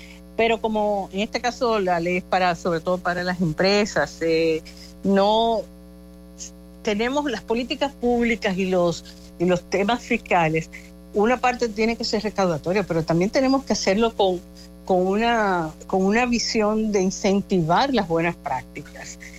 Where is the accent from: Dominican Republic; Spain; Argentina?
Dominican Republic; la gente como dominicano, la verdad que nos quemamos en esa materia.